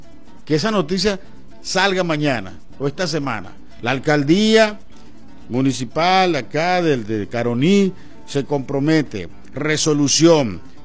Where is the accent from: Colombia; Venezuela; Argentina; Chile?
Venezuela; yo como ciudadano, yo como venezolano, yo como comunicador.